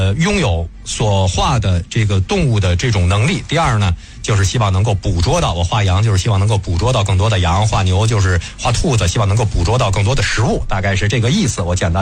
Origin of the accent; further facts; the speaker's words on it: China; 我们中国人最熟悉农耕民族的这样的一种生活方式和我们的整个的这个文化背景